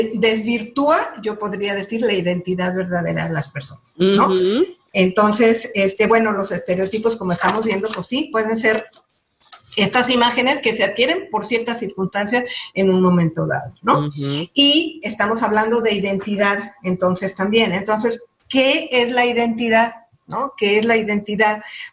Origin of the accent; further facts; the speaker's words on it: Mexico; Acá en México no, en México sí seguimos manteniendo nuestros dos apellidos, ¿no? Entonces … ¿no? Entonces mi identidad como mujer, como mexicana